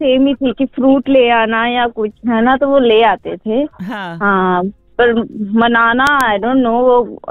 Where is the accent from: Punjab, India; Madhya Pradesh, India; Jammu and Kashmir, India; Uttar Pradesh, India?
Punjab, India; Amritsar; मैं अमृतसर से हूँ, पंजाब।